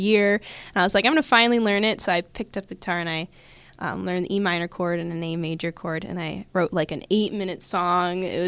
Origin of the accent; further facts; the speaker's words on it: Illinois, United States; now in Pittsburgh, United States; Yeah, so I actually grew up in Illinois. I only moved to Pittsburgh in September, so I've been here just under a year. So I really came up in the music scene back in Illinois, about an hour outside of Chicago.